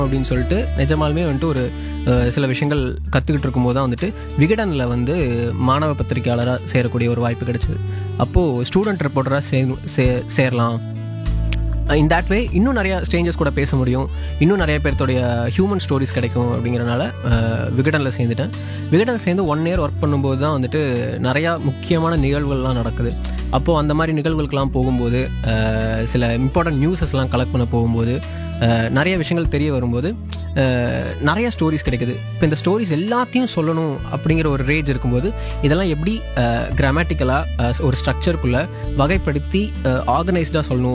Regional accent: Tiruppur, Tamil Nadu, India; என்னோட சொந்த ஊர் திருப்பூர். நான் LKG-லேருந்து 12th ஸ்டாண்டர்ட் வரைக்கும் ஒரு சின்ன டவுன்லேயே வளர்ந்ததுனால

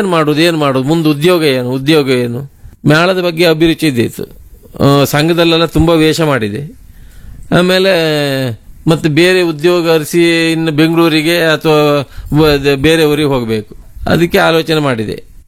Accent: Karnataka, India; ಗೆಂಡದ ಹೈಗುಳಿ, ಅಲ್ಲಿ ನಮ್ಮ ಮನೆ ಹತ್ತಿರ ಅದು

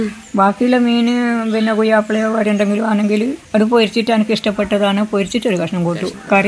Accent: Kerala, India; born there; also born or lived in Perumbachal

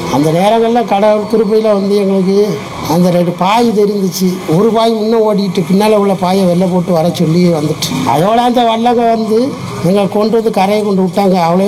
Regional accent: Chennai, Tamil Nadu, India; born or raised there; also born or lived in Pamban

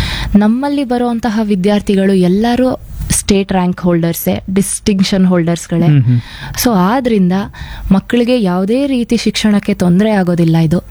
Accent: Kollegal, Karnataka, India; moved away as an adult; also born or lived in Mysore; ನಾನು ಕೊಳ್ಳೇಗಾಲದಲ್ಲೇ ಹುಟ್ಟಿದ್ದು ಮೈಸೂರು, ಬೆಳೆದಿದ್ದೆಲ್ಲ ಕೊಳ್ಳೇಗಾಲ.

